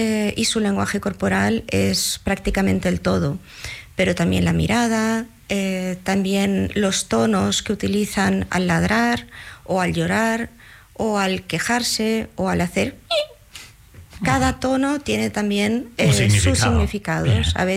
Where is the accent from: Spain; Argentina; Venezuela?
Spain; now in Germany; ya que somos españoles o de influencia latinoamericana y vivimos en Alemania